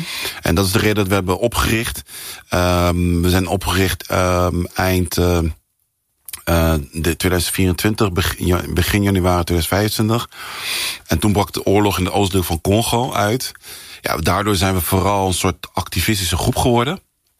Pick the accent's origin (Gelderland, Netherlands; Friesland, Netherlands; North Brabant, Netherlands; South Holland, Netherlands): South Holland, Netherlands; The Hague; born there; accent: Hague; Ik ben zelf in Den Haag geboren. Ik heb een klein Haags accent.